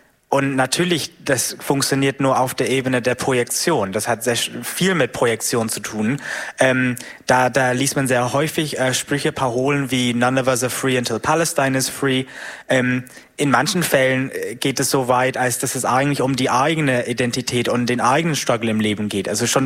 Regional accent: United Kingdom; So eine schöne Veranstaltung wie heute Abend könnte ich in Großbritannien, wo ich herkomme, niemals machen.

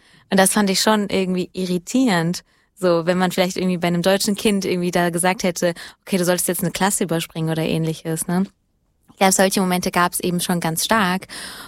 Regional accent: Hesse, Germany; born or raised there

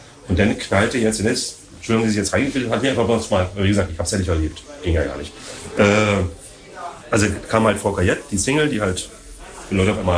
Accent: Berlin, Germany; moved away; als Berliner bin ich ja in eine Kleinstadt jetzt gezogen und ich genieße das.

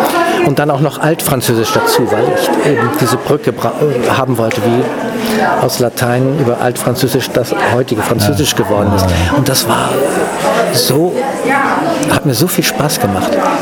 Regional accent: Northern Germany, Germany; bei uns in Norddeutschland sagen jetzt alle Moin zur Begrüßung.

